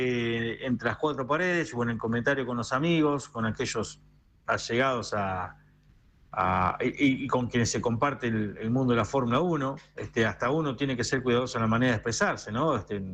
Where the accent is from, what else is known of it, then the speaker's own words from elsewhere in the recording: Argentina; Sabemos que somos así los argentinos, ¿no?